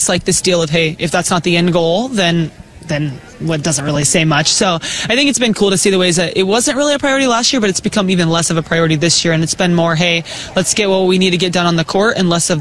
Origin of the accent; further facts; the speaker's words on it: Texas, United States; I'm from Texas. I know what that looks like.